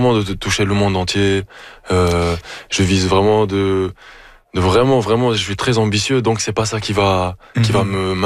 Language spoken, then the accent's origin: French; Spain; moved away as an adult; j'étais pas accueilli comme si c'était chez moi en Espagne. Pourtant, c'était chez moi.